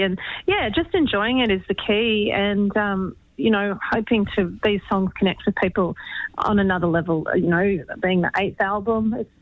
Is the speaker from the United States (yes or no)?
no; Sydney, New South Wales, Australia; a girl from the suburbs. You know, I grew up in the city of Sydney. I grew up in Mascot